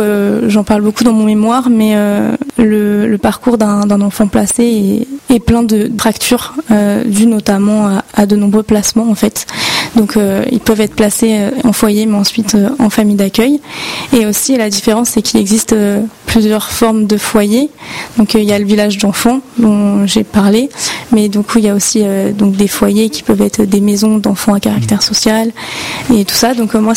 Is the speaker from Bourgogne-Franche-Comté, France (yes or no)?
yes; Bourgogne-Franche-Comté, France; moi je viens de la Nièvre, donc un département, on va dire, très, très rural.